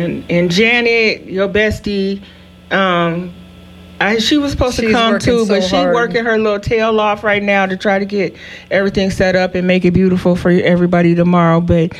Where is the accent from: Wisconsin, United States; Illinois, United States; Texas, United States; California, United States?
California, United States; Chino; So Chino, that's in my hometown. All I got to do is roll out of bed and roll around the corner.